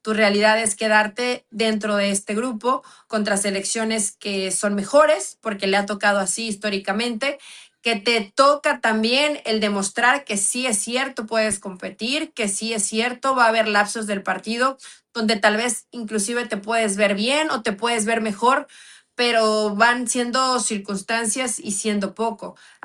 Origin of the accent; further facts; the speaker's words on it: Mexico; Yo como mexicana